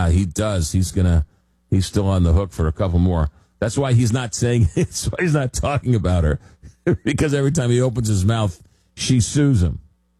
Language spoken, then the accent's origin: English; Long Island, New York, United States; I grew up in Long Island, and I used to go to New York, you know, when to go... whatever, you know, when I was in high school and college.